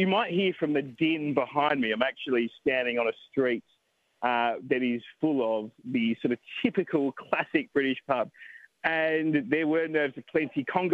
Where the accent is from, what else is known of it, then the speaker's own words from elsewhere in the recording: Australia; now in London, United Kingdom; as an Australian living in London, I can say that I do not feel European in the slightest.